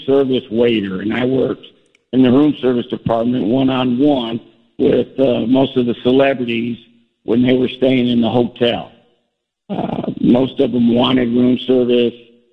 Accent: Kalamazoo, Michigan, United States; moved away as an adult; I was raised, I think, maybe about an hour and a half drive from Chicago in Kalamazoo, Michigan.

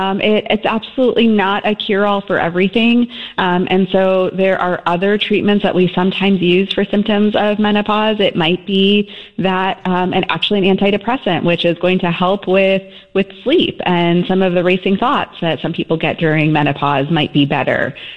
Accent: Chicago, Illinois, United States; I grew up in Chicago.

